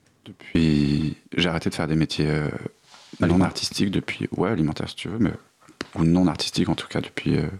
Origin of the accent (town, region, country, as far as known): Kabylie, Algeria